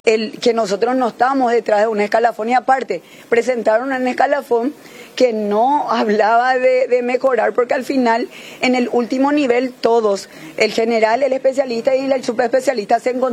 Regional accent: Paraguay; nosotros como ciudadanos paraguayos

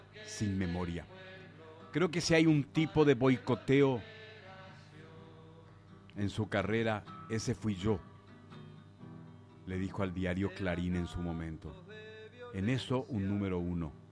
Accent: Argentina; also born or lived in Apulia, Italy; Yo nací en Italia, soy pugliese y emigré a Argentina con apenas 3 años.

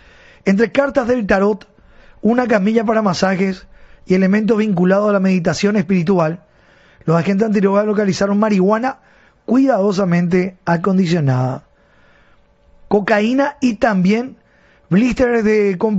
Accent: Paraguay

